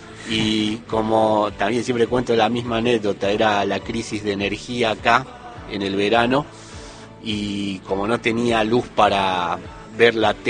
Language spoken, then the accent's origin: Spanish; Isidro Casanova, Buenos Aires Province, Argentina; Yo en el barrio Los Pinos, en Isidro Casanova, La Matanza.